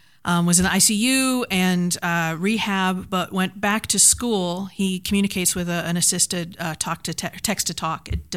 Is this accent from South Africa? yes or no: no; Wisconsin, United States; moved away as an adult; also born or lived in Louisville, Kentucky; now in St. Louis, United States; Well, so I grew up in Wisconsin.